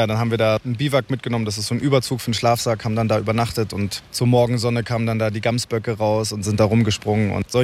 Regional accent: Berlin, Germany; In Berlin riecht sie besser für mich, aber das versteht auch nur ein Berliner, glaube ich.

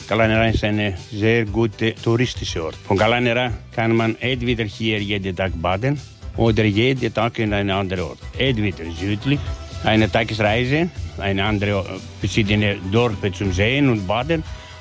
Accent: Thessaly, Greece; Ich komme aus in der Nähe von Meteora.

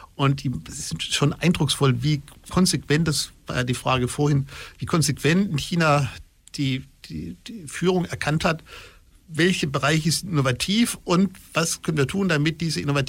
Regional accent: Baden-Württemberg, Germany

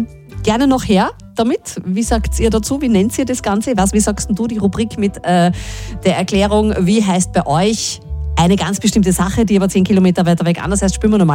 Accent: Lower Austria, Austria; So, bei uns im Waldviertel, wir sagen Mohnstritzel dazu.

